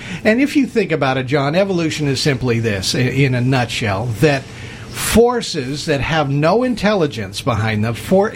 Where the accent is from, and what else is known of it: Los Angeles, California, United States; born or raised there